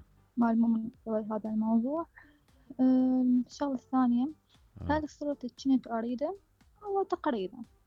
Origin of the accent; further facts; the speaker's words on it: Iraq; عندنا بالعراق